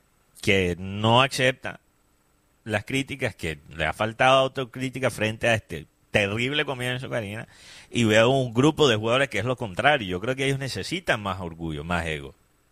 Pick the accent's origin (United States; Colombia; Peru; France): Colombia